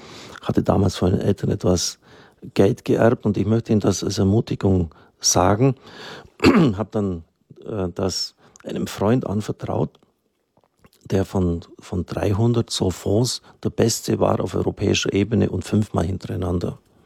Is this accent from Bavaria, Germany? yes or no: no; Baden-Württemberg, Germany; ich bin ja auch ein Schwabe